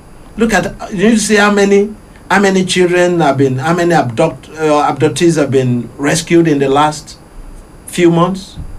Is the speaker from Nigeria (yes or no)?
yes; Nigeria; I'm talking now as a Nigerian citizen.